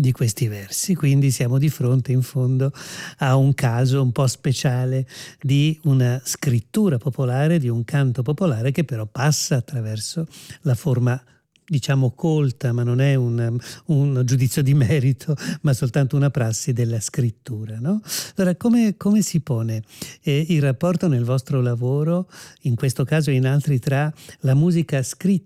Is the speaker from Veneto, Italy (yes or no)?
yes; Veneto, Italy; li dico in lingua friulana anche se non lo sono, sono veneta